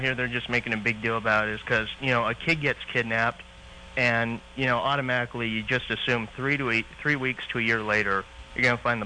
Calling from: Salt Lake City, Utah, United States; I'm calling from the Salt Lake area.

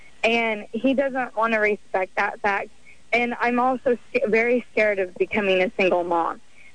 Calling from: Oklahoma, United States; I'm calling from Oklahoma

